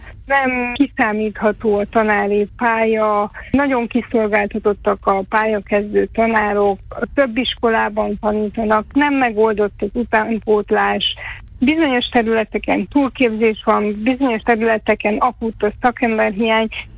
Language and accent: Hungarian; Transylvania, Romania